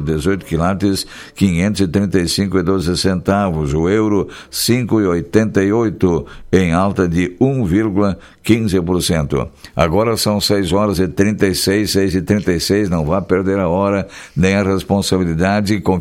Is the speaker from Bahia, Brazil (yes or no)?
no; Esmeralda, Rio Grande do Sul, Brazil; moved away; lá na Esmeralda, minha terra.